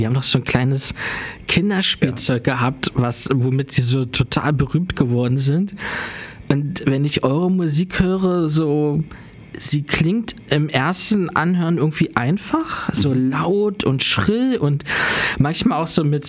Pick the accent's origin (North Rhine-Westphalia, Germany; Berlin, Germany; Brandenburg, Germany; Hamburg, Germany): Berlin, Germany; ich komme aus dem Wedding